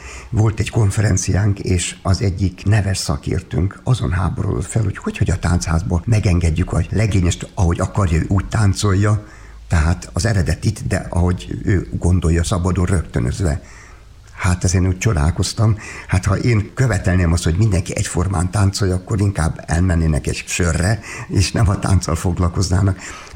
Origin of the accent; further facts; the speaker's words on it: Hungary; nem csak mi magyarok vagyunk ezen jelen